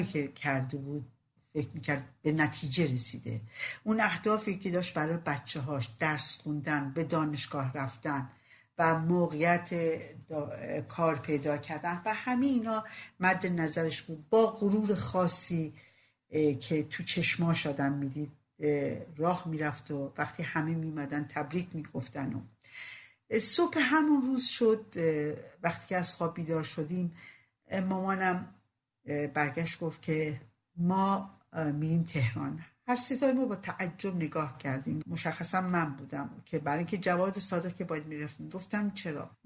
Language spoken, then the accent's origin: Persian; Rasht, Gilan, Iran; من گفتم از رشت اومدم، یا همه صورت ها برگشت. به محضی که من شروع کردم به حرف زدن، همه شروع کردن به خندیدن به خاطر لهجه‌ای که من داشتم